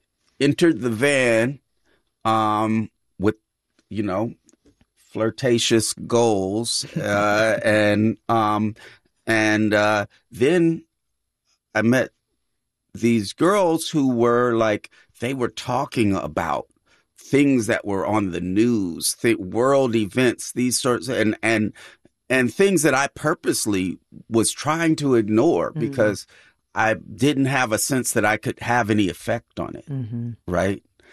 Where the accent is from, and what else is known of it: California, United States